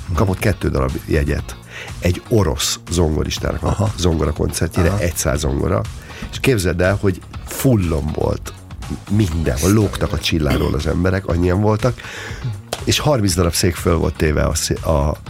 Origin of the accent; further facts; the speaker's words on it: Balassagyarmat, Nógrád, Hungary; born there; abban a városban, ahol én születtem, Balassagyarmaton, volt kb. 20 darab videótéka.